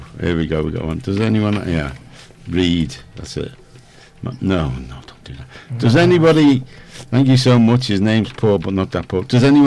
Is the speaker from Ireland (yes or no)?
no; England, United Kingdom; I'm English.